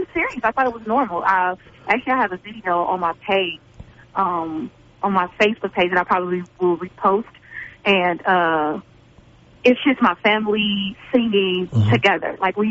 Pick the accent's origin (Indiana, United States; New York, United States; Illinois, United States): Indiana, United States; Gary; born and raised